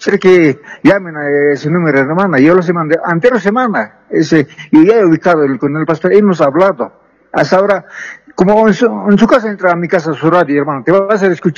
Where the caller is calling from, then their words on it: La Paz, Bolivia; estoy llamando del Departamento de La Paz